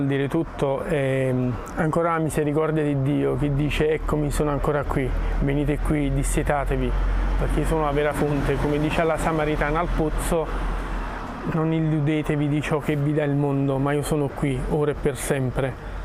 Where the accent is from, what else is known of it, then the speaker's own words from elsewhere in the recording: Naples, Campania, Italy; vengo da Napoli, sono qui con la mia famiglia.